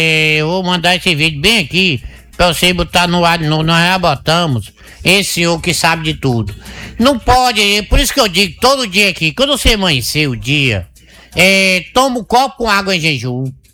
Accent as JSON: {"language": "Portuguese", "region": "Northeast Region", "country": "Brazil", "said": "Sou nordestino com muito orgulho."}